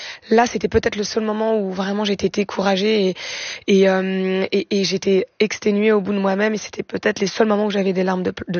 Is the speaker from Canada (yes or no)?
no; Normandy, France; je viens aussi de Normandie, d'un pays plat, et j'ai découvert la montagne à l'âge de 26 ans.